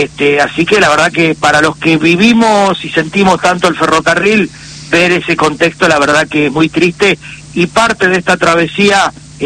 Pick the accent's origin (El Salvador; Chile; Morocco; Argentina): Argentina; Timote, Buenos Aires Province; also born or lived in General Pico; yo soy de Timote, en la provincia de Buenos Aires, oeste de la provincia de Buenos Aires. Estamos en el distrito de Carlos Tejedor, acá cerquita de General Villegas, cerquita de Pehuajó.